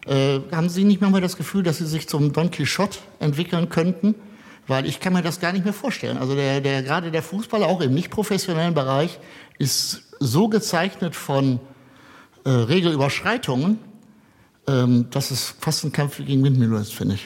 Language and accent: German; Bielefeld, North Rhine-Westphalia, Germany; Ich bin auch gebürtiger Bielefelder